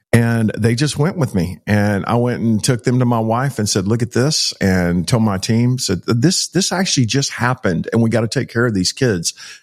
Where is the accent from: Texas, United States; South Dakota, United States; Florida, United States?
Texas, United States; Joshua; Yeah, so I grew up about 10 miles from you in Keene. I grew up in Joshua, Texas, and that's also where our food bank is.